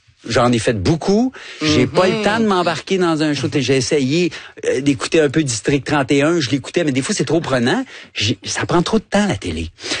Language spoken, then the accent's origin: French; Guadeloupe; Un peu de la Guadeloupe, mais quand j'étais jeune en Guadeloupe, c'est que je travaillais sur une plage.